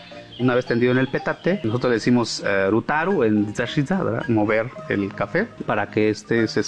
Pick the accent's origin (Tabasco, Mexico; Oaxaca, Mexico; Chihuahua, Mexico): Oaxaca, Mexico; Tanetze de Zaragoza